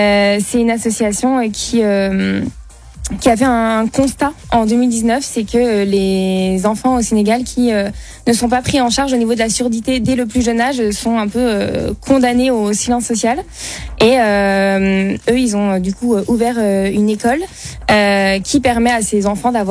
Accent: Belgium; Je suis belge.

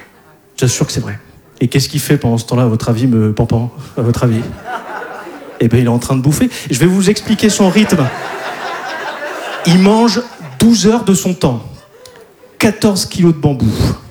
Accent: Hauts-de-France, France; Je vous l'ai dit tout à l'heure, je ne sais pas si je vous l'ai dit, mais moi je viens du Nord.

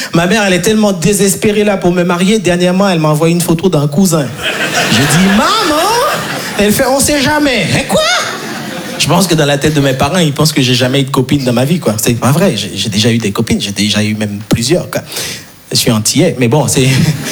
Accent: Haiti; moved away; Moi, je suis très frileux, je vais pas vous mentir, parce que je suis né et grandi en Haïti.

